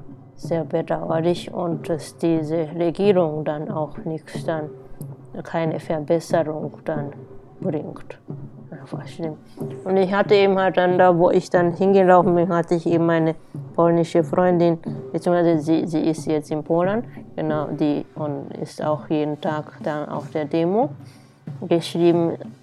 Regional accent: Japan; moved away; ich bin Japanerin

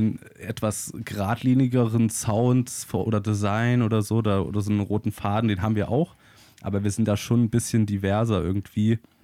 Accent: Weimar, Thuringia, Germany; also born or lived in Jena; da wir in Weimar groß geworden sind und in Umgebung in Jena

